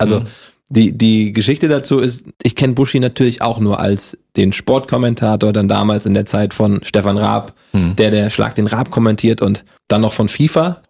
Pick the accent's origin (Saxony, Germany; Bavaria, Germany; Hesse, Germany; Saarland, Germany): Hesse, Germany; accent: Hessian; Das Hessisch abtrainieren, komme ich aus Hessen, da hatte ich so diesen Dialekt gleich drauf, der wurde mir abtrainiert, War auch gut so, aber ohne, dass ich jetzt meine hessischen Wurzel verliere.